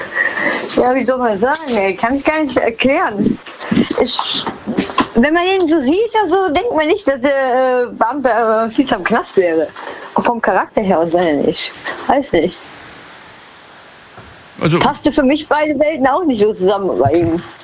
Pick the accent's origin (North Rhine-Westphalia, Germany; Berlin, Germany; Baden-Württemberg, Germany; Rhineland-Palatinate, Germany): Rhineland-Palatinate, Germany; Hi, aus Westerwald.